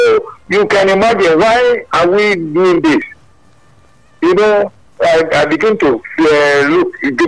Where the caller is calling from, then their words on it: Nigeria; I'm calling from Igambo.